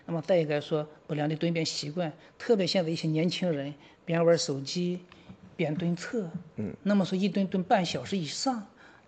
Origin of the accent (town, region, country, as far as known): China